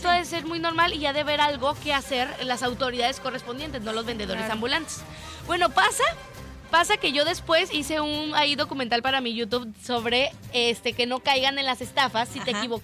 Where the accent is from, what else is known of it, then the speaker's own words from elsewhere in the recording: Mexico; Uno como propio mexicano sabe que a veces no está tan chido consumir en esos puestos